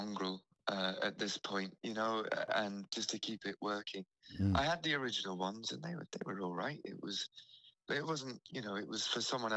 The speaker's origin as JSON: {"language": "English", "country": "Isle of Man", "tie": "born or raised there", "said": "growing up on the Isle of Man"}